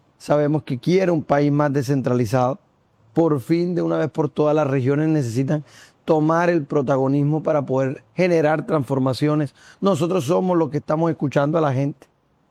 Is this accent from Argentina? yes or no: no; Magangué, Bolívar, Colombia; yo nací en Magangué. Magangué es el pueblo de mis amores. Yo nací allá, crecí allá, estudié allá, crecí siendo amigo de los mototaxistas